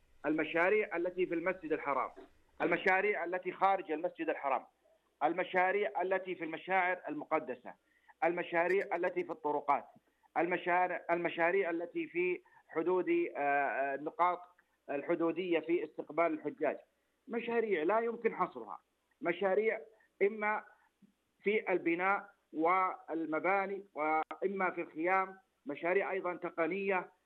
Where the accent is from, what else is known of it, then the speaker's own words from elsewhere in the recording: Saudi Arabia; بلادنا المملكة العربية السعودية